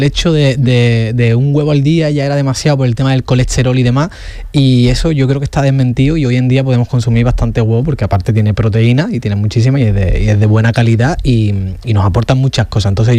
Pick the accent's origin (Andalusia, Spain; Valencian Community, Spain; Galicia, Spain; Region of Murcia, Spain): Andalusia, Spain; Dos Hermanas; En Dos Hermanas, mi pueblo, sí.